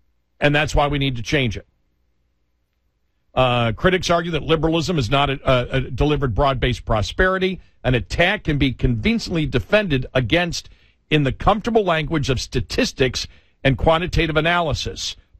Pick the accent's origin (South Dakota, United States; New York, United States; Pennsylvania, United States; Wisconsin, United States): New York, United States; Buffalo; And that's the weirdest thing growing up in Buffalo, that I, somebody who grew up in Buffalo, where the temperature probably now is 75 degrees, 75 to 80 there